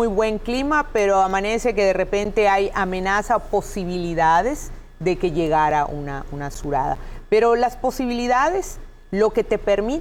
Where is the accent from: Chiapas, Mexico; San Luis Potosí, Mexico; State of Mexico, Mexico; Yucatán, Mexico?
Yucatán, Mexico; Progreso; Yo soy del municipio de Progreso